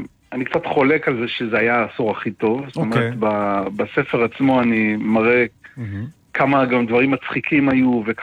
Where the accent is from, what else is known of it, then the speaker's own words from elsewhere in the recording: Kiryat Shmona, Northern District, Israel; אנחנו מקריית שמונה, התפנינו לירושלים, היינו שם כמעט שנתיים